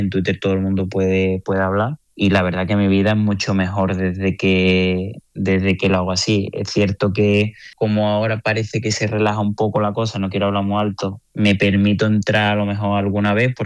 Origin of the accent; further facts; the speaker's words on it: Spain; moved away as an adult; now in United Arab Emirates; Como españoles, nosotros nos hemos criado desde bien pequeñitos con un modelo en los coles de educación física muy bueno